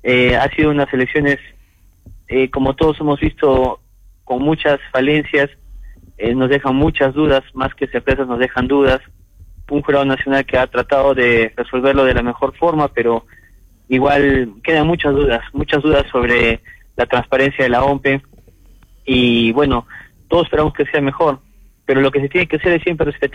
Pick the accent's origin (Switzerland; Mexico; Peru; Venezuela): Peru; somos un pueblo peruano que trabaja, que sale adelante